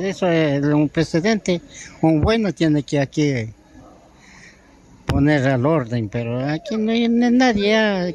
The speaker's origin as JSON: {"language": "Spanish", "town": "Otavalo", "region": "Imbabura", "country": "Ecuador", "said": "Yo soy de Otavalo."}